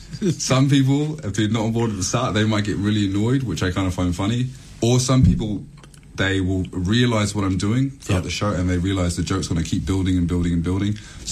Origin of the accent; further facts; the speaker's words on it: New Zealand; as growing up in New Zealand